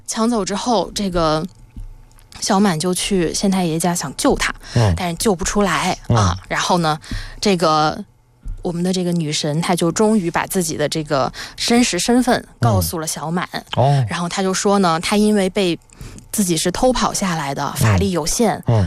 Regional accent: Hunan, China; 我是湖南人

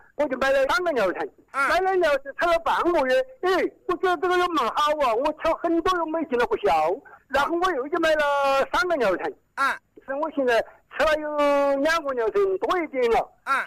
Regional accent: Wuhan, Hubei, China; 我是江夏区正定街同心村的。

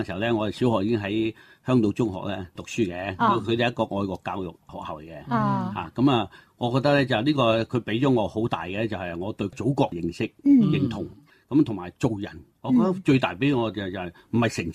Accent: Guangzhou, Guangdong, China; 我哋广州人咧佢唔系好注重嗰个

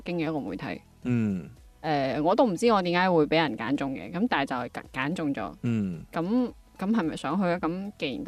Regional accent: Guangzhou, Guangdong, China; 那再加上我是广州人。

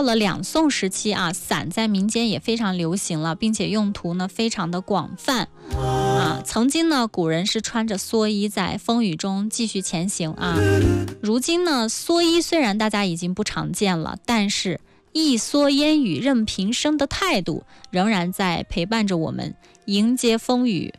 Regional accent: China

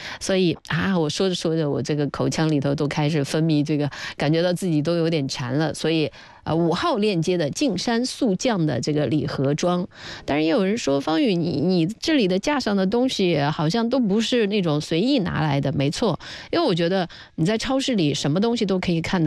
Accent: Zhejiang, China; 咱们浙江人

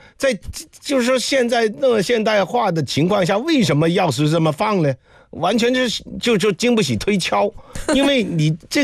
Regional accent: Guangdong, China; 我们广东人

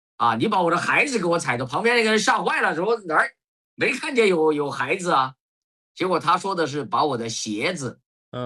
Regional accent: Sichuan, China; 作为四川人来说的话

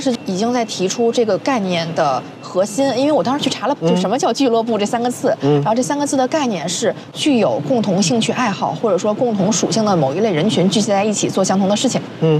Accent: Beijing, China; 毕竟我自己土生土长的北京人，也30多年在北京了

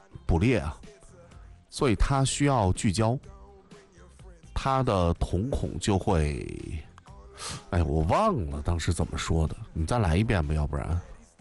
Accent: China

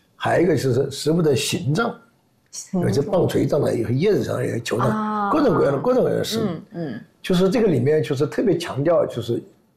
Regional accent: China; 我们中国人有意识吃点西方的产品

